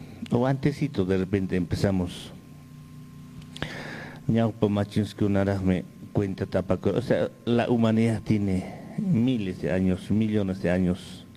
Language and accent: Spanish; Apurímac, Peru; por mi tierra, Aymaraes, Apurímac